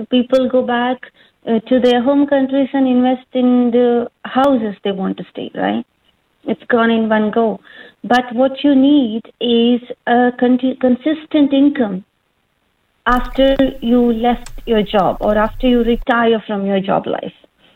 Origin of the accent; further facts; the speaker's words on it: India; moved away; I'm an Indian